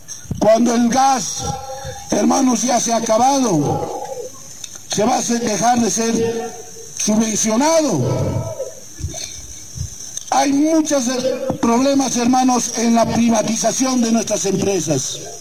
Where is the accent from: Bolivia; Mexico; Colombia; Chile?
Bolivia; Todos somos bolivianos. Somos un Estado plurinacional de Bolivia.